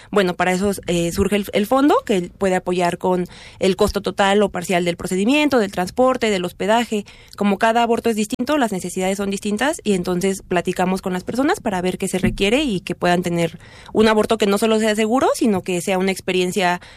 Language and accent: Spanish; Nezahualcóyotl, State of Mexico, Mexico; Ahí crecí, me salí un ratito y ya acabo de regresar.